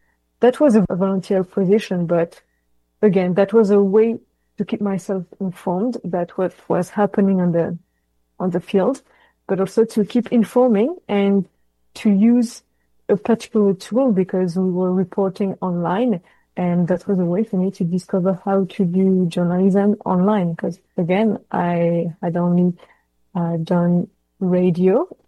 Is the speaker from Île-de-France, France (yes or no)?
no; Normandy, France; So just a bit of background, I come from Normandy in France, and I've been surrounded my whole childhood and adulthood by Canadian flags and Quebecois flags because I've grown up in Juno Beach, so where the Canadian Army landed.